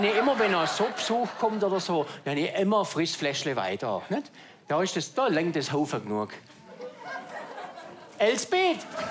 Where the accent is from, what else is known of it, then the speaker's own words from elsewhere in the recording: Baden-Württemberg, Germany; Bei uns im Schwabenland ne, geht nichts